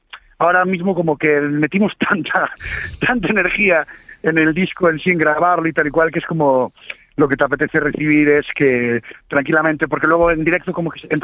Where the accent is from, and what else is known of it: Ourense, Galicia, Spain; now in Santiago de Compostela, Spain